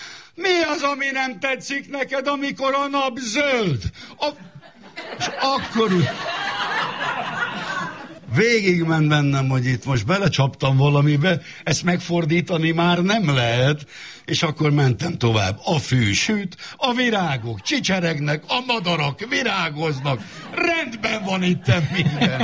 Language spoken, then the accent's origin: Hungarian; Szeged, Csongrád-Csanád, Hungary; born there; 67-ben, amikor én Szegeden születtem